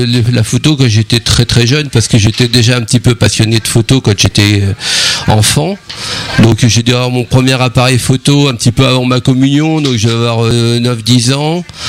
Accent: Rugles, Normandy, France; born or raised there

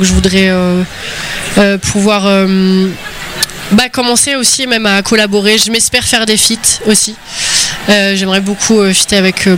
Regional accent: Paris, Île-de-France, France; now in Normandy, France; je viens de Paris en vrai, tu vois. Donc voilà, mais la Normandie m'a adoptée.

